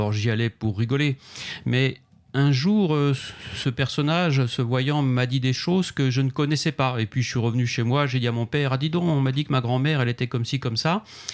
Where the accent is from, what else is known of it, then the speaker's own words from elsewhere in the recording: France; Je suis français.